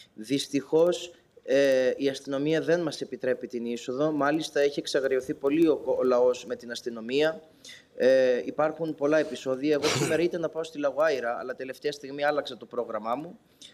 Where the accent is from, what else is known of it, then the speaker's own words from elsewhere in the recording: Greece; now in Venezuela; Ως Έλληνας ιερέας που ζω στη Βενεζουέλα